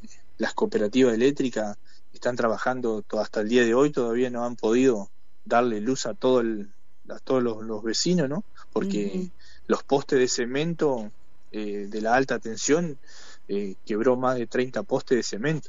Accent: La Criolla, Entre Ríos, Argentina; La Criolla es un pueblito que está ubicado al este de la ciudad de Concordia, de acá de la localidad del departamento Concordia, depende del departamento Concordia, está a unos 20 kilómetros de la ciudad

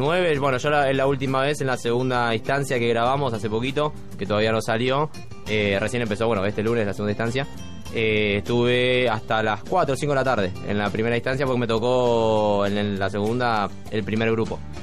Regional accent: Wilde, Buenos Aires Province, Argentina; yo soy de Wilde

